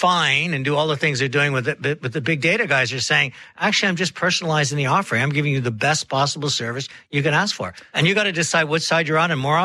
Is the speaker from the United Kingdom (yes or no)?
no; Canada; I'm Canadian